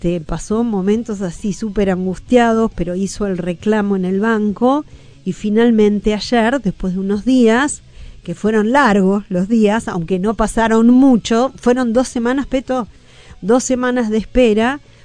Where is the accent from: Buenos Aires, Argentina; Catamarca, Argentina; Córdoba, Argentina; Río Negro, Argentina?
Buenos Aires, Argentina; born there; moved away; yo cuando era niña vivía en Buenos Aires